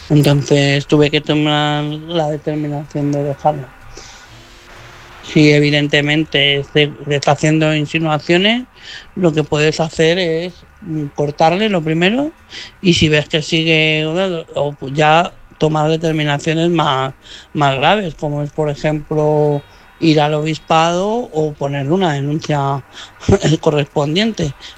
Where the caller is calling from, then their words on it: Madrid, Community of Madrid, Spain; de Madrid.